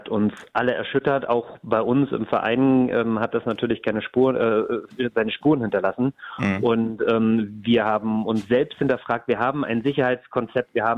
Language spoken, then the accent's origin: German; Neustrelitz, Mecklenburg-Vorpommern, Germany; also born or lived in Berlin / Madrid; gebürtig in Neustrelitz, habe dann nach dem Abitur in Berlin und in Madrid studiert, habe dort jetzt viel zu lange gearbeitet und bin jetzt gerade dabei, mit meinem Partner wieder zurück in meine Heimat zu ziehen, nach Mecklenburg-Vorpommern